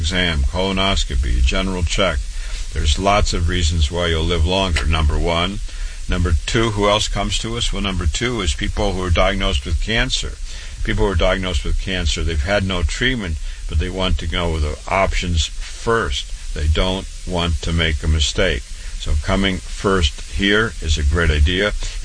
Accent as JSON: {"language": "English", "town": "Waterloo", "region": "Iowa", "country": "United States", "tie": "born or raised there", "said": "born and raised in Waterloo, Iowa. Went to public school, MD at 25"}